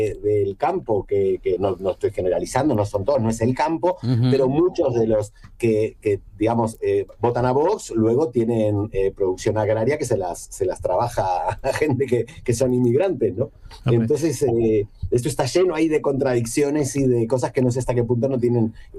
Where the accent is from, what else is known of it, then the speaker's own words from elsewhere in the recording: Argentina; moved away as an adult; now in Spain; yo soy inmigrante, digamos, soy hispano-argentino, porque tengo la nacionalidad española ya hace bastante, hace 31 años que vivo aquí.